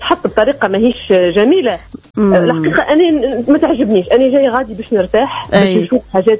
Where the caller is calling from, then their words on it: Tataouine, Tataouine Governorate, Tunisia; من تطاوين.